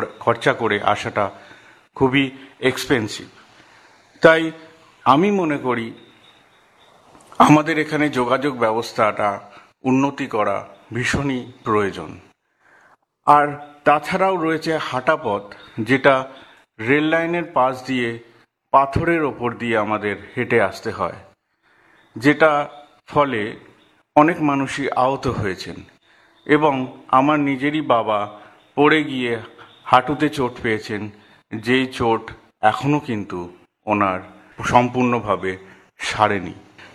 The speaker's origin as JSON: {"language": "Bangla", "town": "Dantpur", "region": "West Bengal", "country": "India", "tie": "born or raised there", "said": "হাওড়া জেলার নলপুর পঞ্চায়েতের অধীন দাঁতপুর গ্রামের বাসিন্দা। ছোটবেলা থেকেই এই গ্রামেই আমার বেড়ে ওঠা"}